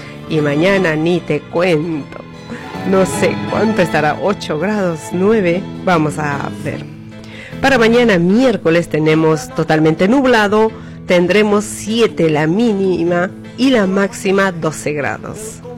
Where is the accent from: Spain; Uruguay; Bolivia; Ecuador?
Bolivia; nosotros como bolivianos